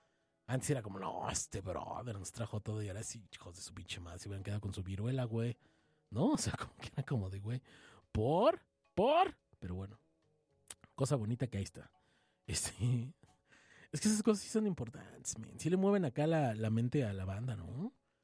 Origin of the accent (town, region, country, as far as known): Mexico